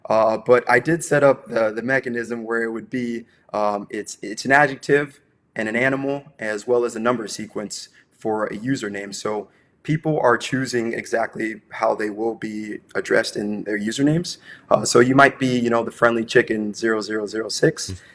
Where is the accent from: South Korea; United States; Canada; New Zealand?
United States; Miami, Florida; also born or lived in Wisconsin; being born and raised in Miami, but then making my way to Wisconsin for college